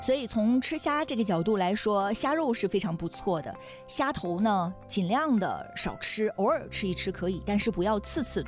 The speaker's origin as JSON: {"language": "Chinese", "town": "Dalian", "region": "Liaoning", "country": "China", "said": "我们大连人也喜欢这样吃啊，很多馆子当中也会有这种炖法，咱就会觉得特别鲜溜。"}